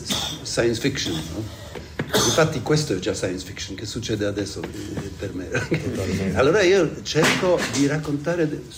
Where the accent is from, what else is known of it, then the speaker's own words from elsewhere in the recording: Poland; Italian is a second language; moved away; also born or lived in Italy / England; sono abbastanza vecchio, sono della generazione, sono cresciuto in Polonia, nato e cresciuto, allora mi ha formato questo passato